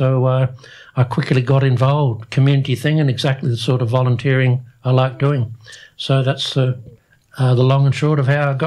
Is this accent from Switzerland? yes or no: no; Perth, Western Australia, Australia; moved away as an adult; also born or lived in Canberra / Ontario / Melbourne; I grew up in Perth and did degrees there, and then I did a small slot in Canberra in the public service, as everyone does. Mm-hmm. Then I did another degree in Ontario, then I did a spell in Perth, and then I did a spell in Melbourne